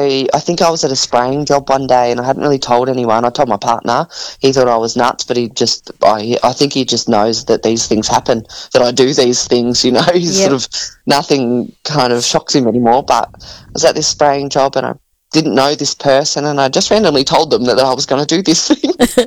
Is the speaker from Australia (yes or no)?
yes; Junee, New South Wales, Australia; moved away; I was originally from Junine.